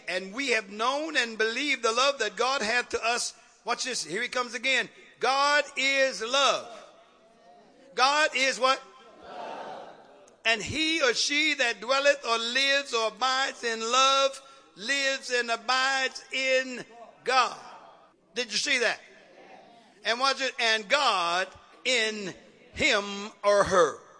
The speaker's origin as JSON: {"language": "English", "town": "Oakland", "region": "California", "country": "United States", "said": "I'm from West Oakland."}